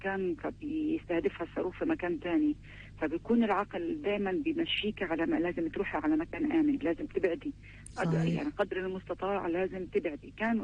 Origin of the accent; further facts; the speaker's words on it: Beit Lahia, Gaza Strip, Palestine; أنا من شمال القطاع، من مدينة بيت لاهيا.